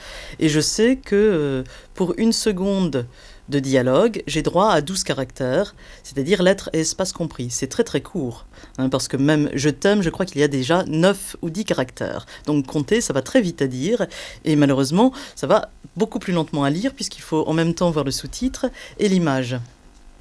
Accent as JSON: {"language": "French", "country": "France", "also_born_or_lived": "Liverpool, United Kingdom / Manchester, United Kingdom", "moved": "yes", "said": "moi je suis française, mais j'ai vécu en Angleterre, justement dans le nord de l'Angleterre d'ailleurs, pas loin de là où Mike Lee habite. J'ai vécu à Liverpool pendant longtemps, et à Manchester un peu aussi d'ailleurs."}